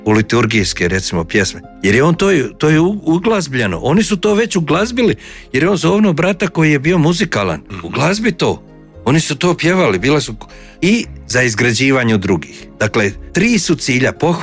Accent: Bosnia & Herzegovina; accent: Bosnian Croatian; now in Croatia; ja dolazim iz Bosne, ja govorim bosanskim hrvatskim jezikom.

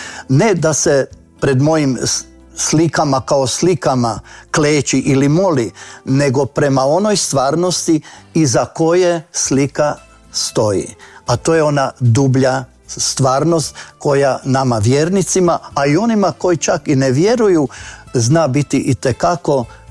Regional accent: Novo Virje, Koprivnica-Križevci County, Croatia; Ja sam u Novom Virju, u mojem rodnom mjestu, naslikao prvu sliku Svetog Josipa

